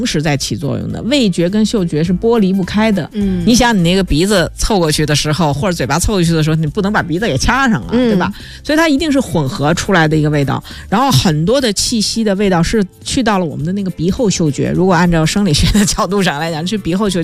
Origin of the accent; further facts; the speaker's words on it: northern China, China; 我是一个北方人